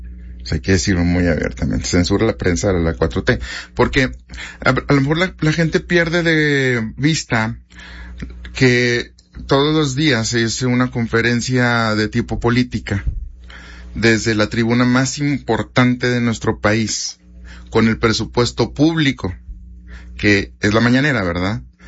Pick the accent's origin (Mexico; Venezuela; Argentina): Mexico; Lo que nos costó como mexicanos